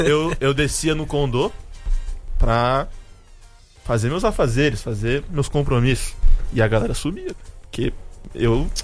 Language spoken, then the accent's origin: Portuguese; Rio de Janeiro, Brazil; Crescemos lá no Rio de Janeiro, só na transversal. Eu ensinei essa pra ele.